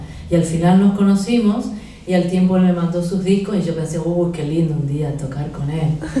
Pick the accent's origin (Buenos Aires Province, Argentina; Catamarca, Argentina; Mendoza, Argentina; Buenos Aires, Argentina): Mendoza, Argentina; San Rafael; moved away as an adult; now in Barcelona, Spain; Yo soy de San Rafael Mendoza, pero vivo en Barcelona hace 25 años.